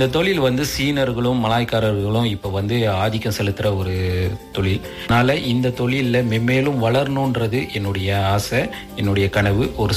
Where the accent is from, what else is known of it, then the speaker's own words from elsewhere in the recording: Sungai Siput, Perak, Malaysia; now in Ipoh, Malaysia; நான் கமரி தோட்டம் சுனேஸ்போர்ட்ல பிறந்து வளர்ந்தேன். என் மனைவி தாசை ஈப்போவை சேர்ந்தவர். நாங்க இப்போது ஈப்போவில் வசிக்கிறோம்.